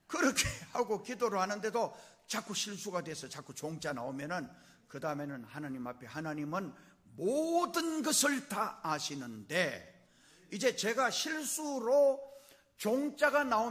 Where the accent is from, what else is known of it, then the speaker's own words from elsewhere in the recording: North Chungcheong, South Korea; moved away; also born or lived in Pohang; 제 고향은 또 바로 여기 대소면 송동이 제 고향이에요. 포항에서 안수를 받고 포항서 목회하고 포항서 작년 연말에 은퇴하고